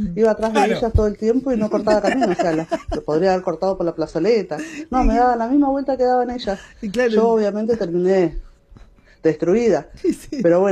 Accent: El Bolsón, Río Negro, Argentina; cuando éramos chicos, acá en Bolsón

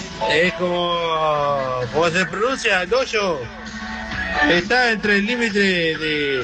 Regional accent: Chubut, Argentina; also born or lived in Tandil; Soy de acá, de Chubut, igual. Va, en realidad soy nacido en Tandil.

